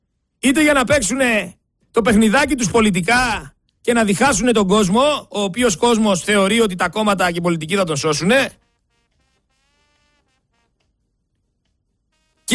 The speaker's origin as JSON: {"language": "Greek", "country": "Greece", "said": "Εγώ σας λέω, ούτε δεξιός είμαι, ούτε αριστερός. Εγώ είμαι Έλληνας φορολογούμενος που ξέρω ότι καθημερινά με λαιλατούν, με φτωχοποιούν και με διώχνουνε στο εξωτερικό."}